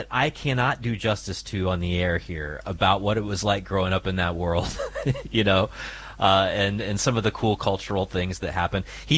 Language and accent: English; Kentucky, United States; I'm like a white Anglo-Saxon Protestant from Kentucky.